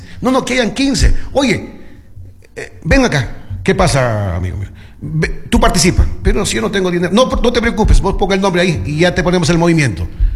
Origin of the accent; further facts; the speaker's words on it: Chuquiribamba, Loja, Ecuador; del de mi tierra también, Chuquiribamba.